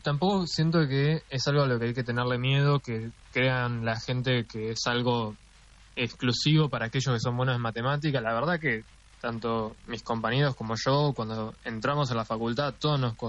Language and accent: Spanish; Concepción, Argentina; moved away as an adult; now in La Plata, Argentina; Sí, soy de Concepción. Me mudé por mi cuenta luego a La Plata para poder estudiar la carrera